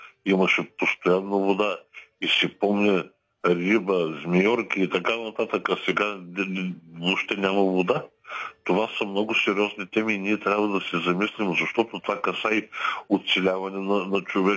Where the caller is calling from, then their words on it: Haskovo Province, Bulgaria; по моя край е известен с добив на гнайс. След като взеха да добиват гнайс, имаме една река, Армира